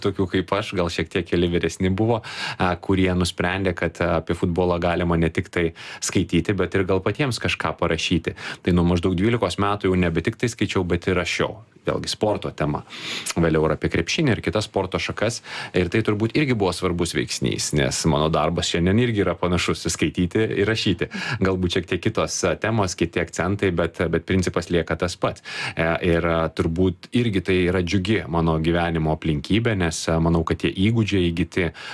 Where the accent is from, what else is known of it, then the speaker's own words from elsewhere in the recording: Vilnius, Vilnius County, Lithuania; Tai mano vaikystė Vilniuje, Pašilaičių mikrorajone buvo labai susieta su lauku ir kiemu.